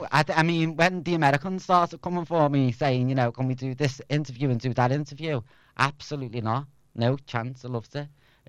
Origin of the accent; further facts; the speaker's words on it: Liverpool, North West England, United Kingdom; also born or lived in China; they loved the fact that I was from Liverpool. Being a Scouser in Asia, in China especially, I'm telling you now, you get treated like royalty.